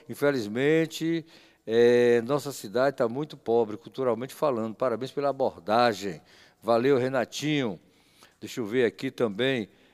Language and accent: Portuguese; Bahia, Brazil; Eu mesmo sou baiano, mas um recado para mim também.